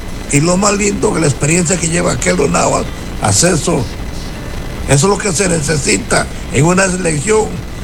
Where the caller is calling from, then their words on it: Costa Rica; No digamos que somos de la liga, que somos de Zapriza, no, somos Costa Rica.